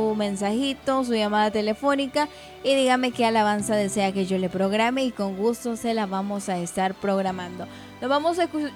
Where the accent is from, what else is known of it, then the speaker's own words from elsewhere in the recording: Jucuapa, Usulután, El Salvador; nosotros somos del Salvador. Estamos en El Salvador, Usulután, Jucuapa. Así que desde aquí transmitimos cada programa.